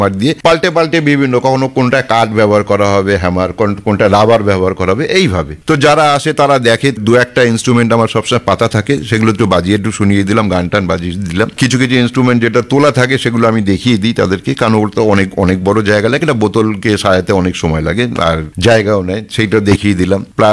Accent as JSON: {"language": "Bangla", "town": "Serampore", "region": "West Bengal", "country": "India", "tie": "born or raised there", "said": "আমি আমার বাড়ি শ্রীরামপুর, শ্রীরামপুরে ঘরে বসে আমি এটাকে সেল।"}